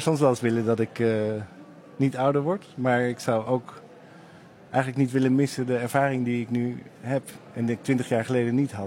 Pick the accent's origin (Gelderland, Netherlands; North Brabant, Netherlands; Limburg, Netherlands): Gelderland, Netherlands; Rheden; Ja, dit is mijn geboortegrond. En dat is eigenlijk een reden geweest om in Rheden een festival te gaan beginnen.